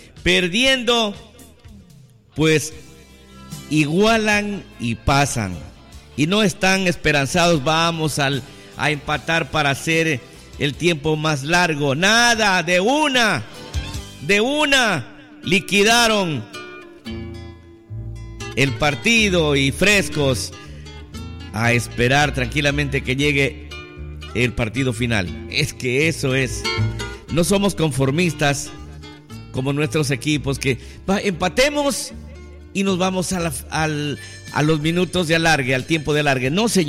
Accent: Ecuador; nuestro fútbol, el fútbol ecuatoriano

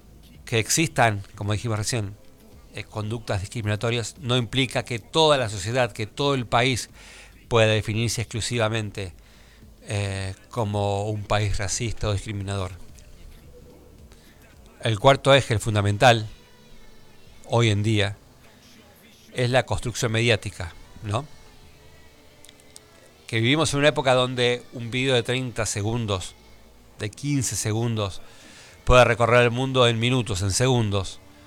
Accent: Argentina

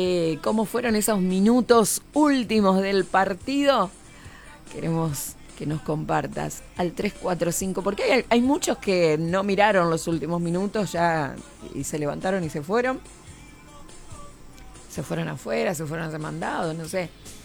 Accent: Argentina; los únicos sudamericanos que quedamos en el Mundial somos los argentinos.

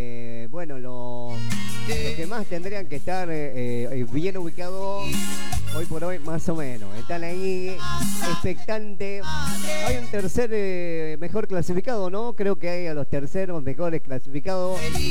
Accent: Argentina; somos hinchas porque somos argentinos y de otros países.

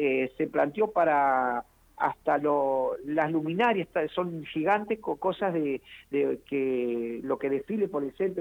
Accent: Gualeguaychú, Entre Ríos, Argentina; moved away as an adult; tengo uso de razón a 45 años atrás en Gualeguaychú, Entre Ríos.

